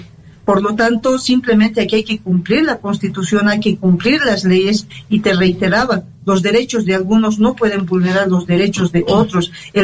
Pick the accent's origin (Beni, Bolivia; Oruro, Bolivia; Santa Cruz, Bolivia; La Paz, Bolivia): La Paz, Bolivia; El Alto; a mí me indigna como alteña, como paseña, como boliviana